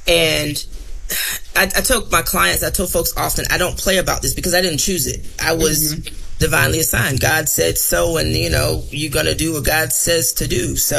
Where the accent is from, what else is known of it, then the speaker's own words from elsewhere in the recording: Virginia, United States; born there; military brat, I was born here in Virginia, didn't grow up here.